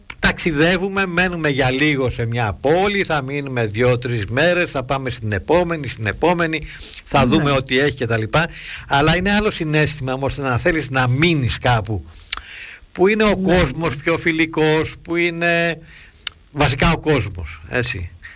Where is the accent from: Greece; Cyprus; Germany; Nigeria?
Greece; είμαστε Έλληνες